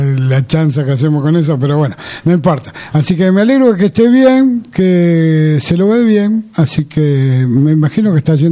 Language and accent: Spanish; Buenos Aires, Argentina; born there; yo me pongo ahí porque soy el segundo, y mis dos hermanas nacimos todos aquí en Parque de los Patricios, en Capital Federal. Mi papá era un correntino de esos bravos